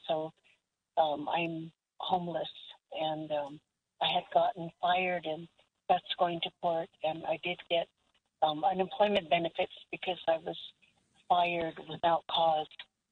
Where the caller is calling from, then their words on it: Albuquerque, New Mexico, United States; I'm calling from Albuquerque, and I'm an urban Indian. I'm 72, and I'll be 73 soon.